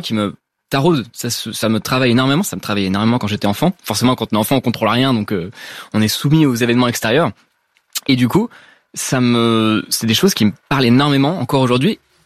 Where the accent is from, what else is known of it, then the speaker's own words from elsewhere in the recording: Paris, Île-de-France, France; Alors, j'ai grandi à Paris, donc du coup, bon, j'ai grandi autour des gratte-ciels, avec pour source d'inspiration ce que je voyais devant moi, donc les bâtiments haussmanniens, les grands gratte-ciels du 13e arrondissement.